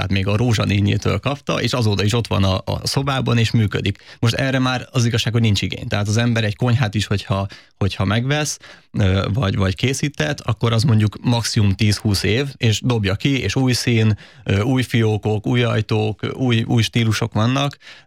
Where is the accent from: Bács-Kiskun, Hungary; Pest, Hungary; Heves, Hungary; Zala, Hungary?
Pest, Hungary; Budaörs; Én speciál Budaörsön nőttem föl